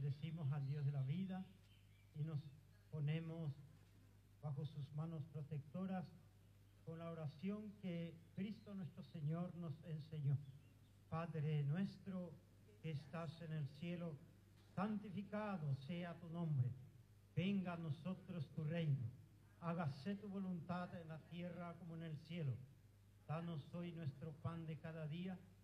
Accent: Paraguay; para nosotros como paraguayos

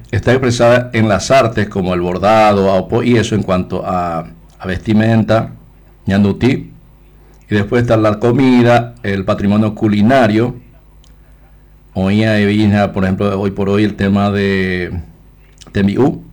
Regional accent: Paraguay; Nuestra cultura como paraguayo y paraguaya es diferente

